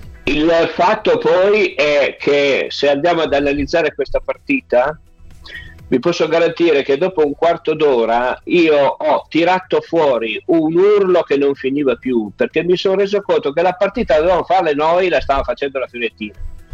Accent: Turin, Piedmont, Italy; io sono torinese e per me contano molto.

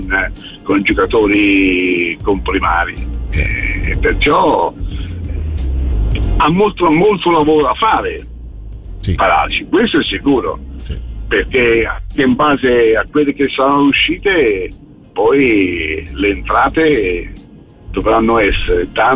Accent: Pistoia, Tuscany, Italy; Io vi sento sempre da toscano pistoiese, non da toscano fiorentino, ho un po' più di equilibrio, sì. Noi pistoiesi siamo abituati al poco, siamo un po' più equilibrati

